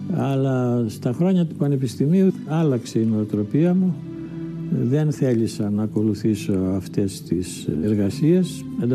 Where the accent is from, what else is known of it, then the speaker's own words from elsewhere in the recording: Kato Achaia, Western Greece, Greece; born there; also born or lived in Patras; Μόλις πλέον κηρύχτηκε κανονικά ο πόλεμος, μεταφερθήκαμε στο πατρικό της μητέρας μου, στην Κάτω Αχαγιά. Εκεί μεγάλωσα, εκεί πήγα δημοτικό σχολείο και μετά στο γυμνάσιο γύρισα στην Πάτρα